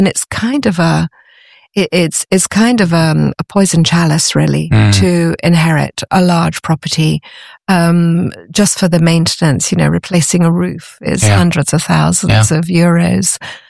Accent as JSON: {"language": "English", "country": "United Kingdom", "lives_now": "France", "said": "I'm British originally, and I sometimes antique in hunt in England, but it's a very different style."}